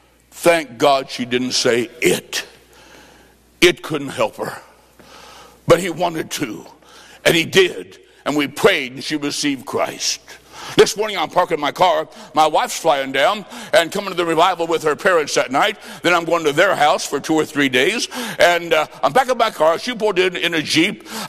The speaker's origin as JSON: {"language": "English", "region": "Illinois", "country": "United States", "said": "Mine, I'm from Illinois. Back there is 20 below."}